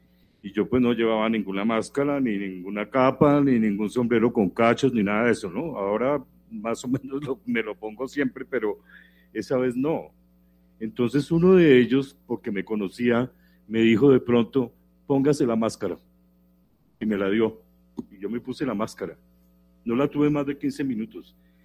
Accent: Bogotá, Colombia; Yo soy bogotano, ¿no? Y, digamos, también tímido. Y en esa época era mucho más tímido y mucho más bogotano también.

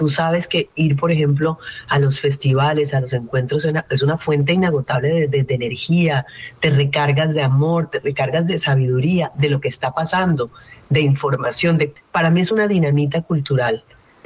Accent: Ginebra, Valle del Cauca, Colombia; Las dos somos caleñas, vallecaucanas. Ella es caleña, yo soy de Ginebra.

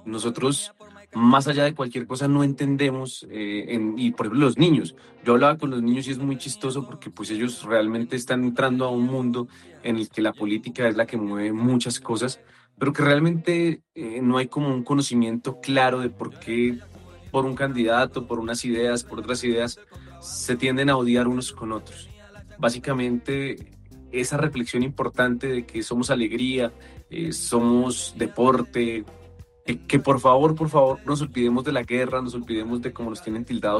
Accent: Boyacá, Colombia; Yo, aparte de ser claramente un orgulloso colombiano, soy un orgulloso boyacense. Yo amo traer a la gente a grabar aquí a mi tierra

